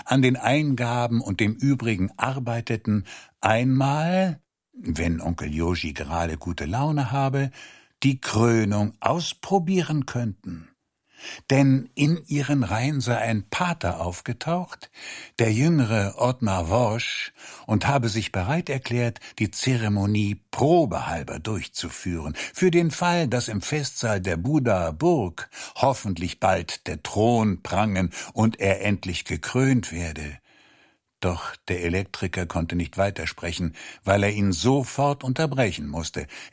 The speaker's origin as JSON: {"language": "German", "country": "Hungary", "said": "mein Sohn, du bist Ungar. Und das hat sich mir für immer ins Gedächtnis gebrannt. Denn natürlich bin ich Ungar."}